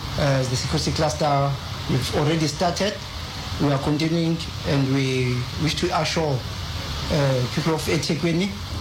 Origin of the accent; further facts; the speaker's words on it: Durban, KwaZulu-Natal, South Africa; this is my hometown.